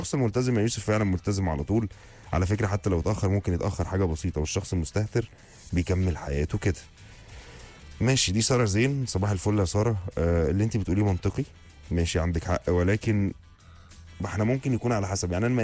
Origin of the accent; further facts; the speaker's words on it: Egypt; تريزيجيه جاب الجول, فرحت يعني اللي هو كمصري يعني